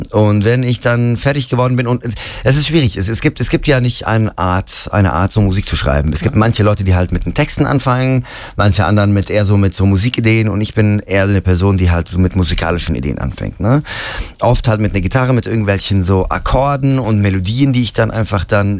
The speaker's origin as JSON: {"language": "German", "town": "Ramallah", "region": "West Bank", "country": "Palestine", "second_language": "German", "said": "Ich komme ja aus Ramallah im Westjordanland."}